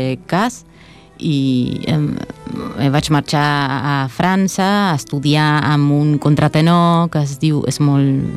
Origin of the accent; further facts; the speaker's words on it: Litoral, Argentina; Catalan is a second language; now in Spain; vinc d'una regió que es diu el litoral, que vol dir, el litoral fluvial, no? Al costat del riu Paranà, i som llunyats de Buenos Aires, del centre